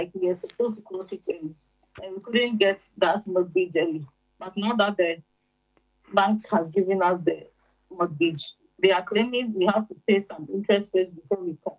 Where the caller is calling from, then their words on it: Canada; I'm calling from Canada.